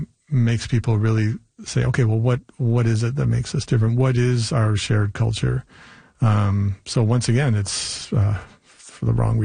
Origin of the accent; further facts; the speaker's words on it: Canada; There were all these political events that really made people question the ways in which we are Canadian, or why we are even Canadian.